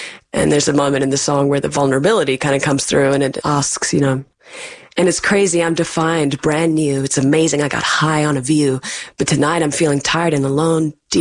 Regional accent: New Zealand; now in United States; as a New Zealander living in America

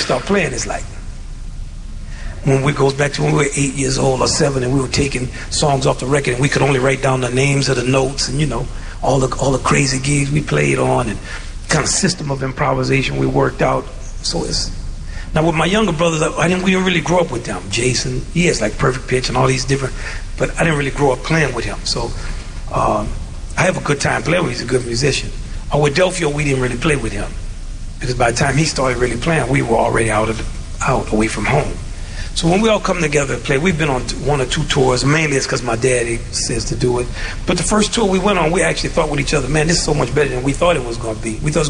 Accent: Louisiana, United States; I'm from Louisiana.

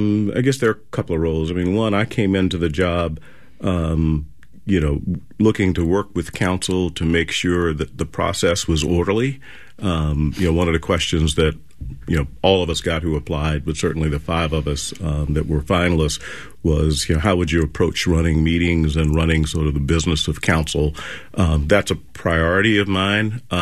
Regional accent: South Carolina, United States; moved away as an adult; also born or lived in Washington, D.C. / New Orleans; now in Charlotte, United States; It was closer to home for both of us. I grew up in South Carolina.

